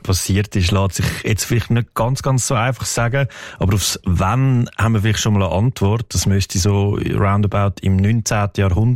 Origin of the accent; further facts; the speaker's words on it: Switzerland; Oder bei uns in der Schweiz kennt man natürlich den Servelab besonders gut.